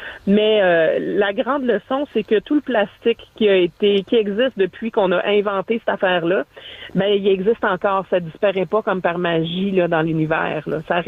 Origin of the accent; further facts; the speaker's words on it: Rimouski, Quebec, Canada; moi, je viens de Rimouski